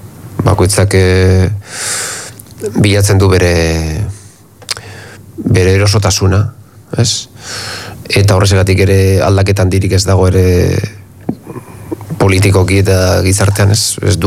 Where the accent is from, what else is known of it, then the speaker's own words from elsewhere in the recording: Basque Country, Spain; Independentista naiz, eta euskalduna naiz bakarrik.